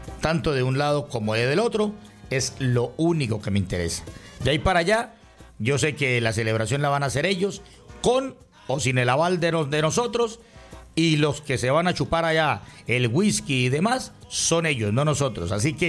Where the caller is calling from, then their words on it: Cali, Valle del Cauca, Colombia; como ciudadano caleño